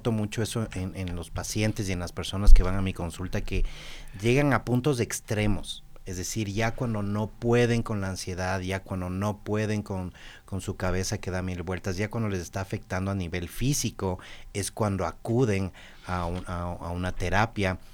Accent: Ecuador; culturas como la nuestra, como la ecuatoriana

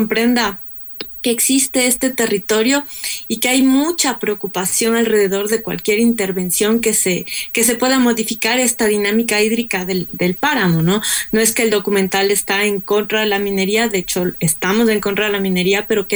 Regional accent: Ecuador; nosotros como ecuatorianos

